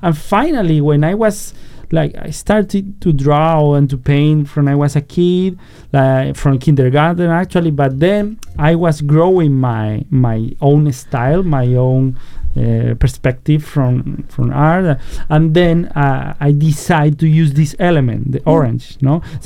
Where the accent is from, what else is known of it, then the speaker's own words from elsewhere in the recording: Seville, Andalusia, Spain; English is a second language; I come from South Spain.A city called Sevilla, Sevilla. Yeah, I recommend you everyone to visit Spain and my hometown because it's really special place, very historical place where I was growing up. So I was raised surrounded orange trees.